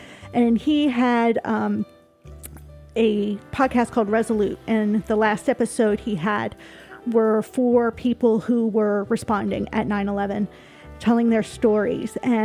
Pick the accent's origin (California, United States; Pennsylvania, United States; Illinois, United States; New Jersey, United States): Pennsylvania, United States; I lived in Pennsylvania my entire life